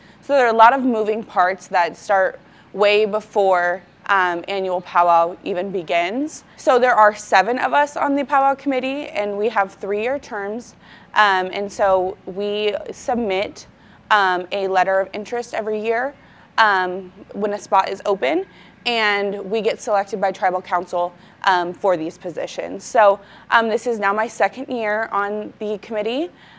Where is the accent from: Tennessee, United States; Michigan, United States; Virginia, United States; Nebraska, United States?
Nebraska, United States; Omaha; I'm from Omaha, Nebraska.